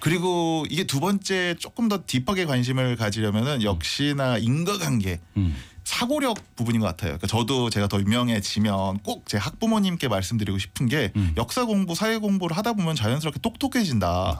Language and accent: Korean; Seoul, South Korea; born there; 저는 서울 태생입니다만.